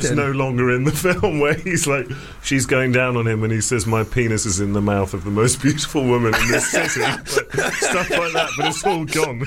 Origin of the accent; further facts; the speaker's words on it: England, United Kingdom; being English